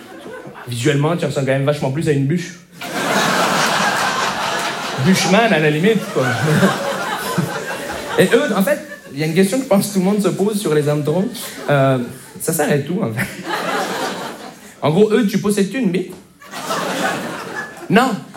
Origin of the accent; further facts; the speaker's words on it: Montreal, Quebec, Canada; je viens de Montréal.